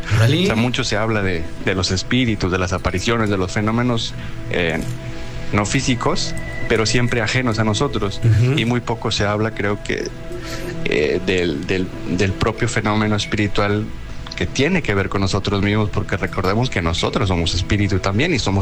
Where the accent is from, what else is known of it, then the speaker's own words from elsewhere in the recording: Monterrey, Nuevo León, Mexico; now in United States; yo soy de Monterrey, de México. Y la primera vez que yo vine aquí a Estados Unidos de vacaciones o para conocer, yo tenía alrededor de... estaba por cumplir los 18 años, tenía 17 años